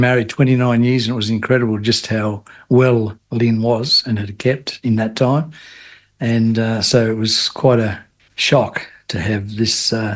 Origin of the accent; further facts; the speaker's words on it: Devonport, Tasmania, Australia; I was born in Devonport, and so I've been here all my life